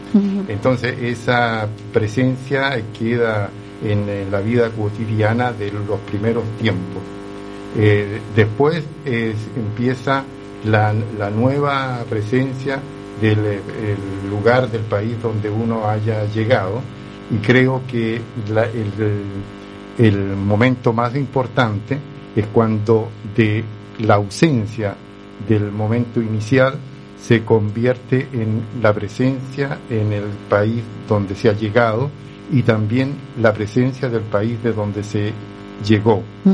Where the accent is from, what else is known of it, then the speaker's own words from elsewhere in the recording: Chile; now in Italy; yo salí de Chile a través de la embajada italiana en Santiago.